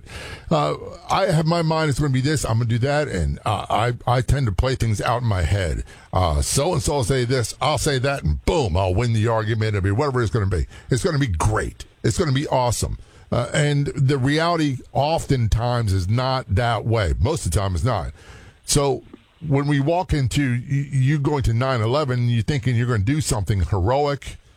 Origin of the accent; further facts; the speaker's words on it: Passaic, New Jersey, United States; born there; I was born in Passaic. My family settled there from Ireland.